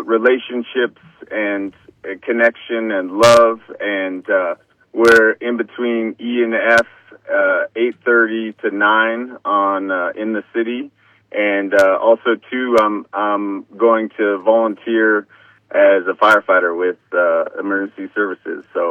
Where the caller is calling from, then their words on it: Denver, Colorado, United States; from Denver.